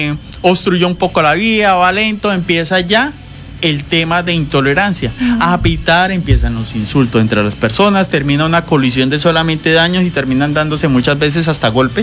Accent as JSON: {"language": "Spanish", "country": "Colombia", "said": "es una cultura que nosotros tenemos como buenos colombianos."}